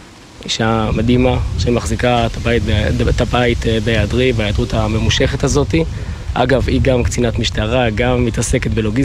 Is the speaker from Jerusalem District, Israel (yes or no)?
no; Northern District, Israel; אז אנחנו החטיבה שלנו היא חטיבה כמובן של רמת הגולן, שם גדלנו, שם תמיד היינו, התחלנו שם בשביעי באוקטובר.